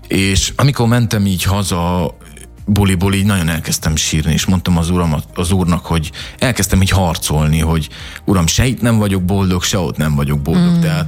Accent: Hajdúsámson, Hajdú-Bihar, Hungary; moved away as an adult; also born or lived in Debrecen / England; Én keresztény családban nőttem fel, keresztény otthonban, Debrecen és környéke, Hajdúsámson pontosabban, félig itt, félig ott gyerekként.

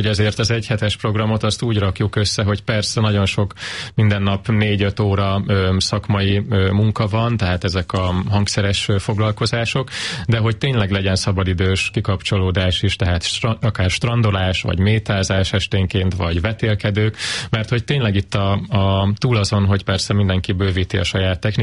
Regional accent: Nova, Zala, Hungary; szeptember 4-én és 5-én pedig Nován, éppen a szülőfalumban egy tehetséggondozó fesztiválra

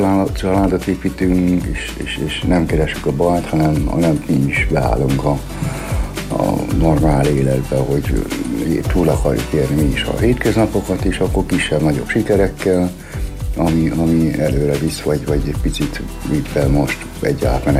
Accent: Szabolcs-Szatmár-Bereg, Hungary; born there; also born or lived in Nyírbátor

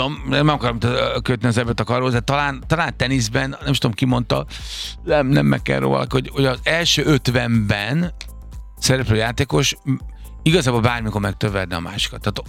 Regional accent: Budapest, Hungary

